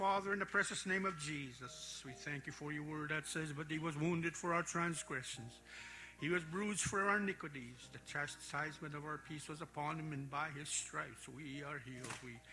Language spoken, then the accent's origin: English; Bearskin Lake, Ontario, Canada; we're both from Bearskin.